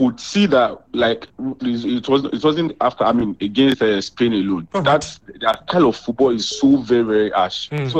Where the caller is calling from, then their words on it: Tanke, Kwara, Nigeria; from Tanke.